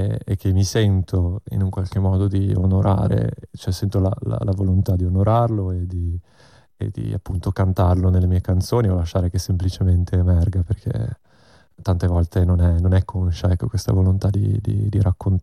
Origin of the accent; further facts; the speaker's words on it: Friuli-Venezia Giulia, Italy; io sono cresciuto, sono nato e cresciuto in Carnia, ho sempre vissuto lì, che è un luogo prettamente molto desolato, no?